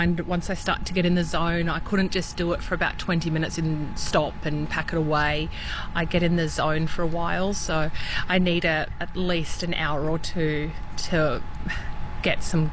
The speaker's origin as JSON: {"language": "English", "town": "Taree", "region": "New South Wales", "country": "Australia", "tie": "born or raised there", "said": "And my mum's family originally from out at Foster, and I wasn't raised out there. I grew up here in Taree, so it was fantastic to connect with a community that I do belong to and that my family have been from."}